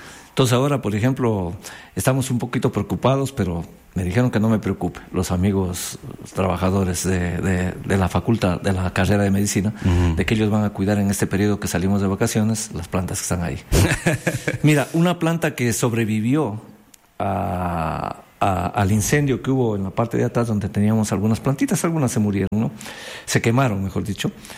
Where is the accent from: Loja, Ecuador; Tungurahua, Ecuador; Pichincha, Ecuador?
Loja, Ecuador; Yo soy lojano de Loja.